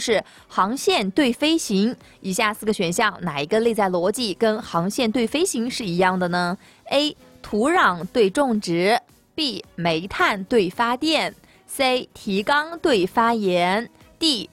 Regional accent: Guangde, Anhui, China

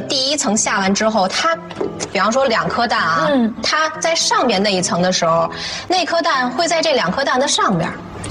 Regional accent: China; 是由我们中国人自己挖掘并且装架的第一具恐龙骨骼化石

